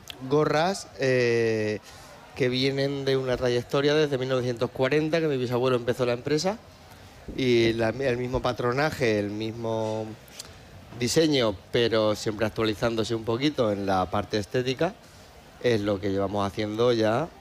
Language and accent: Spanish; Almagro, Castilla-La Mancha, Spain; Yo que soy de Almagro, en Almagro lo llamamos un clásico.